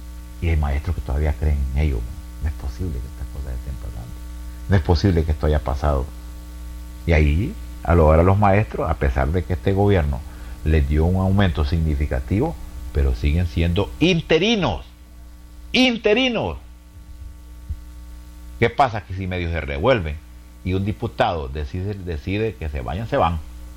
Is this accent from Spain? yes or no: no; Honduras; Ahora le voy a decir lo que digo yo como hondureño.